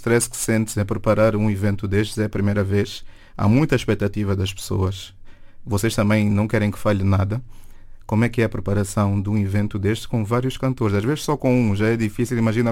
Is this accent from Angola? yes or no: yes; Benguela, Angola; Eu sou de Benguela também.